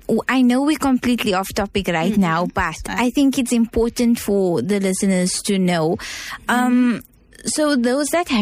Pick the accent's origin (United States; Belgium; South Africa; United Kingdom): South Africa; Johannesburg, Gauteng; because we grew up in Joburg